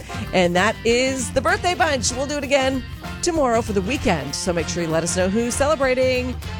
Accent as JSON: {"language": "English", "country": "Canada", "said": "Zed or Z. I never know which way to go with that. We're Canadian. It's Zed."}